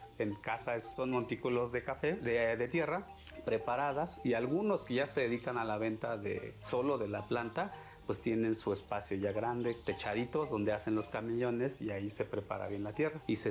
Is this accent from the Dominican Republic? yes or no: no; Tanetze de Zaragoza, Oaxaca, Mexico